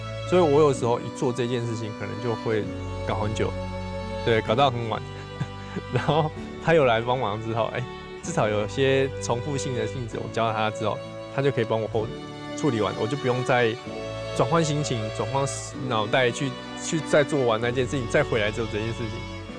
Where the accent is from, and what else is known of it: Taiwan